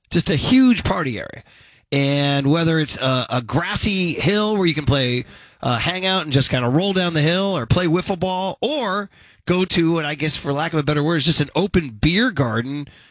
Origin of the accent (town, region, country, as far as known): Mill Valley, California, United States; born or raised there